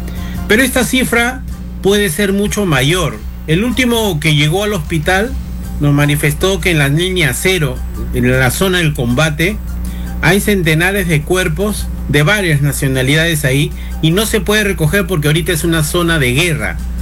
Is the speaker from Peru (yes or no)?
yes; Peru; no solo somos peruanos